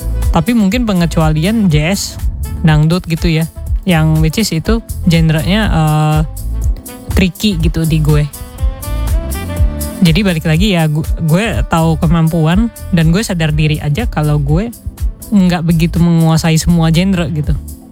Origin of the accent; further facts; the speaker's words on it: Jakarta, Indonesia; Dan gue anak Jakbar sendiri